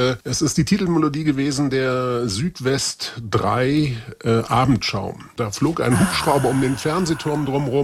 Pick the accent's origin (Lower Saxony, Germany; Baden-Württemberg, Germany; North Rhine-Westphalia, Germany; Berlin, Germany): Baden-Württemberg, Germany; aber wir sind beide in Baden-Württemberg aufgewachsen.